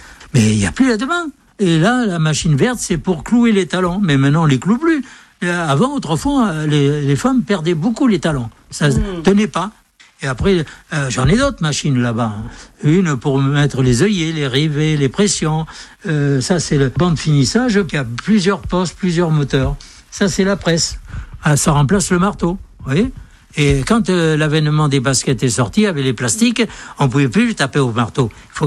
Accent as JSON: {"language": "French", "town": "Tunis", "region": "Tunis Governorate", "country": "Tunisia", "tie": "born there", "said": "Je suis né en Afrique, à Tunis, à cause de la guerre. Sinon, l'origine de la famille, c'est le Béarn. Je suis originaire du Béarn, toute la famille."}